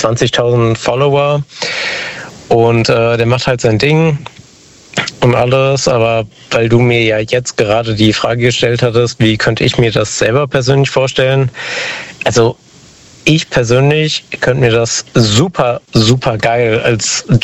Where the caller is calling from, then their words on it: Montabaur, Rhineland-Palatinate, Germany; Aus der Ecke Hessen, aus Montabaur ungefähr.